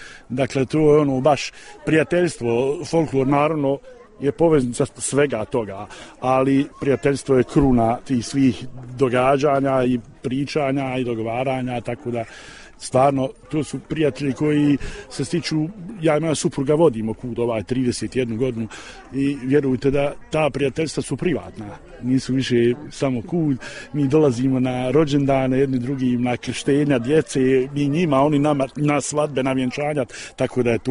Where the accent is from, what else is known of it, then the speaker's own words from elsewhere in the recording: Olovo, Federation of Bosnia and Herzegovina, Bosnia & Herzegovina; Mi dolazimo iz Olova, odakle su porijeklom Bošnjaci, Katolici, Hrvati.